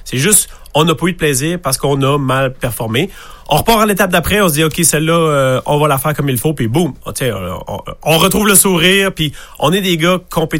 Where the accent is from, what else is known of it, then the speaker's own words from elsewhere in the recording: Quebec, Canada; moi, je viens de la Gaspésie, on est venu ici.